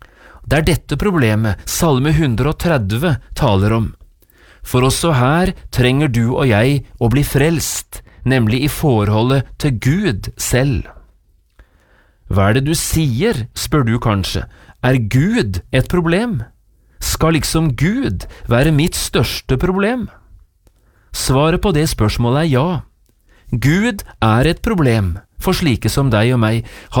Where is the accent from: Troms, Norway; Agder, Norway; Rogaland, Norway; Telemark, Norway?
Telemark, Norway; Notodden; Hjemme på Notodden hadde vi da jeg vokste opp en bratt bakke som kaltes Tømmebakken.